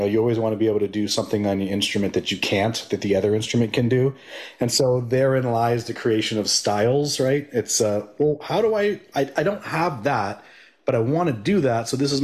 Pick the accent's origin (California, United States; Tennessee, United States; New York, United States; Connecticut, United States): California, United States; Marin County; I was brought up here in Marin County, I born and raised, I've always had a unique kind of experience. Culturally, I'm mixed race.